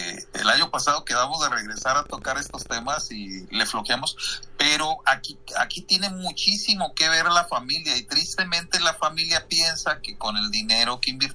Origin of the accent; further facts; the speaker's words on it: Múzquiz, Coahuila, Mexico; soy de Musquis